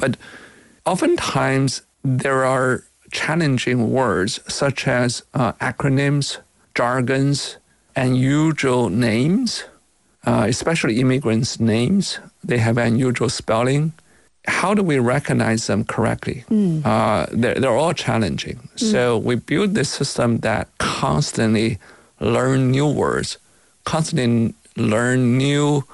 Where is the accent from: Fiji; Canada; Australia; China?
China; Beijing; English is a second language; now in United States; I'm not a native English speaker myself. I was born in China. I grew up in Beijing. I went to America in 1991. Even after 35 years living in America, I couldn't get rid of my accent.